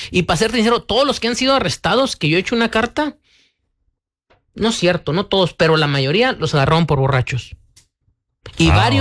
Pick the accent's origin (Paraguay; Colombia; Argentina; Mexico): Mexico; La realidad, Víctor, que la gente que venimos de México no somos estudiados, no somos egresados de una universidad. Somos personas trabajadoras que venimos muchos de campo, la mayoría.